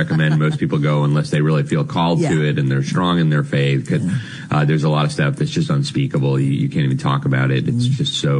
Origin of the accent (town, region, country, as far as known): United States